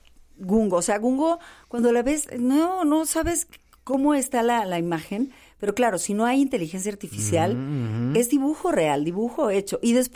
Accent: Irapuato, Guanajuato, Mexico; Pues vengo de Irapuato, ¿me entiendes?

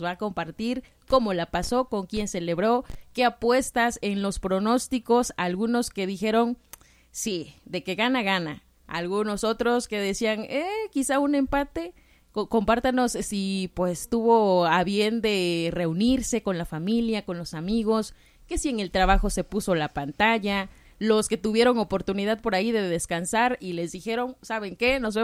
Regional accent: Mexico

